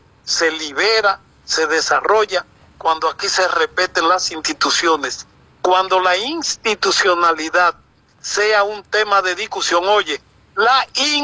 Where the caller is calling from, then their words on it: Dominican Republic